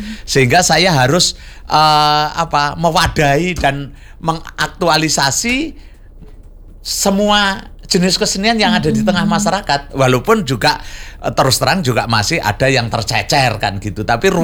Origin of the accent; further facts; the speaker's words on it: East Java, Indonesia; kita orang Jawa Timur, khususnya Ponorogo